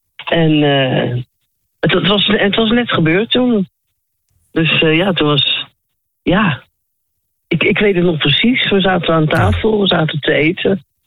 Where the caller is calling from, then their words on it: Rotterdam, South Holland, Netherlands; ik kom uit Rotterdam